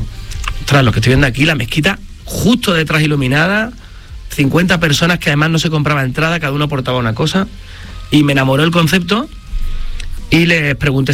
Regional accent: La Rinconada, Andalusia, Spain; born or raised there

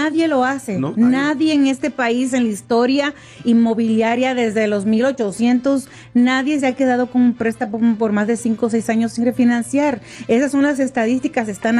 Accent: Dominican Republic; now in Arizona, United States; pues llegué directamente a Arizona. ¿O siempre ha vivido aquí? Siempre he vivido. Wow. Yo no soy la dominicana que típica que viene a Nueva York.

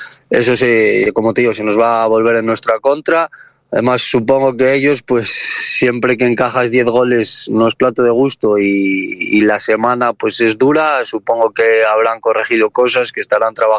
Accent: Ponferrada, Castile and León, Spain; Nosotros somos de Ponferrada, Ponferrada es de Castilla y León, y por nuestra mente pasa competir en Castilla y León.

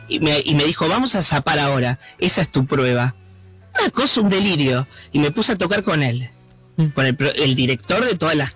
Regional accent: Argentina; moved away as an adult; now in Germany; porque somos todos de Argentina.

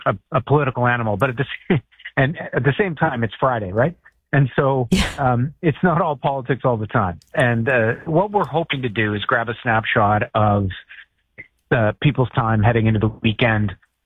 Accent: Toronto, Ontario, Canada; moved away as an adult; also born or lived in Alberta / United States; I grew up in Toronto. I've covered politics in three provinces, including Alberta. I spent 8 years in Alberta and spent time in the United States for CTV National News.

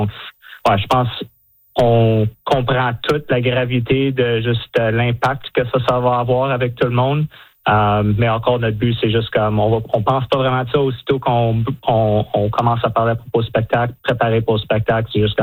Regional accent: Saguenay, Quebec, Canada; also born or lived in Greenwood, Nova Scotia / Angus, Ontario; Je suis originaire de Saguenay, Québec. Mon père était militaire, par contre. J'ai passé 7 ans à Québec, un autre 7 ans en Greenwood, en Nouvelle-Écosse. Puis après ça, en Angus, en Ontario.

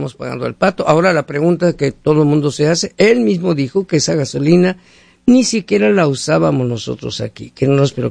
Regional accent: Mexico; Somos un país de pacífico, los mexicanos.

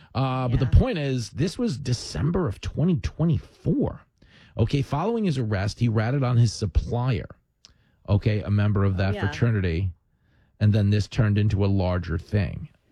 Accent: Levittown, New York, United States; born or raised there

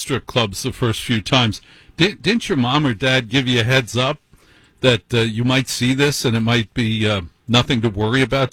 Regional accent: Newark, New Jersey, United States; born there; I was born in Newark.

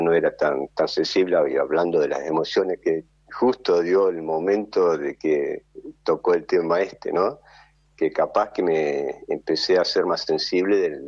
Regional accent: Tolosa, Buenos Aires Province, Argentina; O yo a veces voy a un parque acá, soy de Tolosa, hincha fanático de Estudiante.

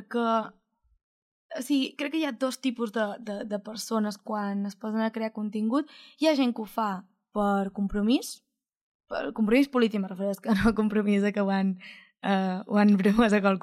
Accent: Ciutadella, Balearic Islands, Spain; accent: Menorcan; first language Catalan; si en Ciutadella som molt de Ciutadella, ja ho sabeu, som molt pesats, som molt xovinistes

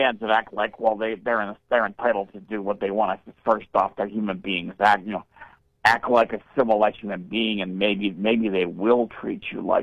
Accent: Philadelphia, Pennsylvania, United States; I'm a native from Philadelphia.

